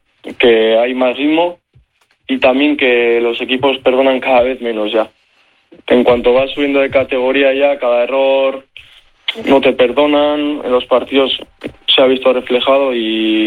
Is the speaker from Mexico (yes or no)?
no; Basque Country, Spain; Todos los que somos vascos sabemos la importancia que tiene el Arenas en lo que es el País Vasco.